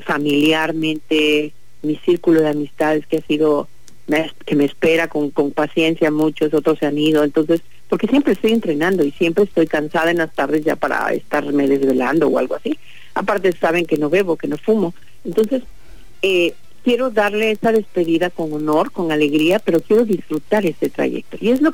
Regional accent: Comalcalco, Tabasco, Mexico; yo soy de la Chontalpa, de la perla

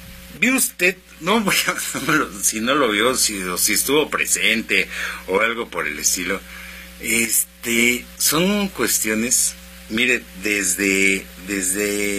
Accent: Mexico; es de nosotros como mexicanos

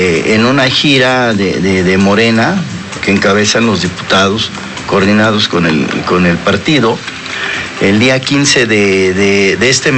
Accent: Puebla, Mexico; nosotros como poblanos, y más como presidente del Congreso

